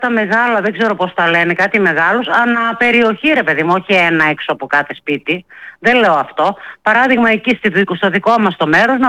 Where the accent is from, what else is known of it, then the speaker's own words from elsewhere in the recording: Potidaea, Central Macedonia, Greece; εμείς είμαστε από την Ποτίδα, ένα συνοικισμό έξω από